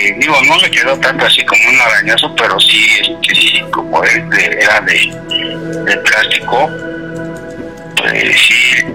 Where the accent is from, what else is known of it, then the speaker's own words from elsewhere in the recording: Mexico City, Mexico; Mi abuelito nos llevaba a las luchas aquí a la colisión, pero nosotros somos aquí de Tepito.